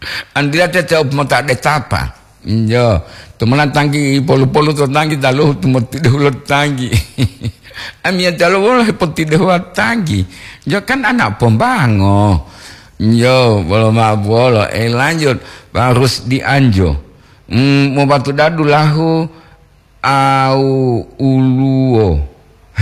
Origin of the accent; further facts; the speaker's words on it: Riau, Indonesia; also born or lived in Gorontalo; Saya dari Riau dulu merantau di Gorontalo, dapat istri orang Gorontalo